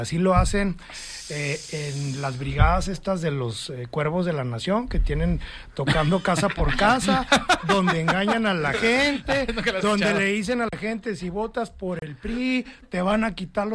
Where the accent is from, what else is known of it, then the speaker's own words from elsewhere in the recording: Chihuahua, Mexico; Quienes integramos el Comité Ejecutivo Nacional y somos de Chihuahua, abonamos, en mi caso, a poder fortalecer la agenda